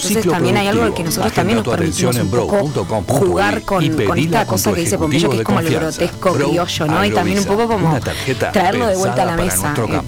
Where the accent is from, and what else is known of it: Uruguay